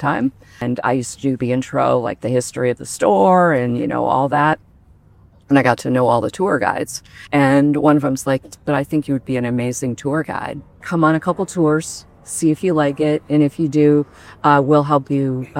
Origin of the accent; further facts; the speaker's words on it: New York, United States; I'm a New Yorker. New Yorkers don't go to touristy things.